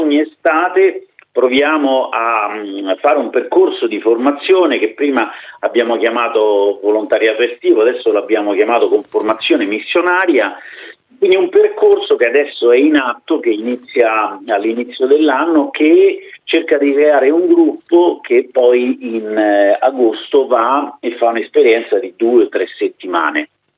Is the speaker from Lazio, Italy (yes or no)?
yes; Rome, Lazio, Italy; born there; Io mi trovo nella parrocchia di Selvacandida, sono parroco, ma sono nel comune di Roma, sono nato a Roma.